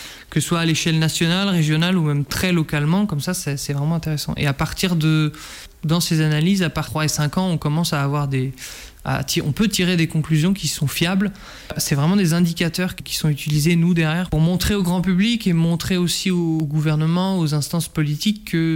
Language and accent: French; France